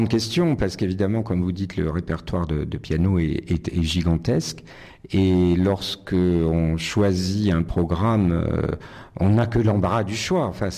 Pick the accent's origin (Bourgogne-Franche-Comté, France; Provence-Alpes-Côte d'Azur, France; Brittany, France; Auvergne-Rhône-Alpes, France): Provence-Alpes-Côte d'Azur, France; Nice; Exactement, puisque je suis né et j'ai grandi à Nice. Mes parents étaient niçois également, d'origine italienne.